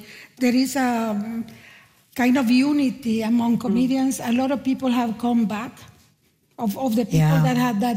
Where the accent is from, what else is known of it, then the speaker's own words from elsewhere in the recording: Nicaragua; now in Canada; I grew up in Nicaragua fearing an American invasion, and then I come to Canada, I was for many years enjoying my free health care since I am a hypochondriac